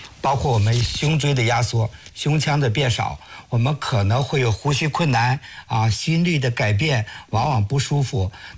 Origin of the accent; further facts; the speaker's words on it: China; 因为我们中国人跟西方人不一样啊，包括我是60年代出生，